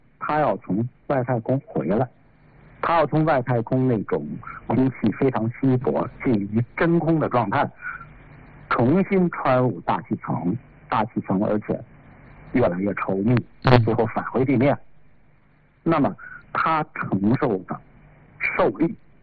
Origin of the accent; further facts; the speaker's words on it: China; 两种路径，那我们中国人尝试了第三种技术路径